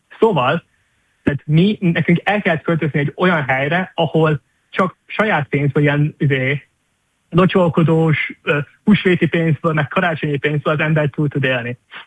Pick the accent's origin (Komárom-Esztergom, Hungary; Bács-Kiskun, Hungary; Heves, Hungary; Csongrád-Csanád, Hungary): Csongrád-Csanád, Hungary; Szentes; moved away as an adult; also born or lived in Paris; én Szentesről vagyok. Ez egy kis alföldi település, ahol az ember nyilván nem hall startupokról, meg ilyesmi dolgokról.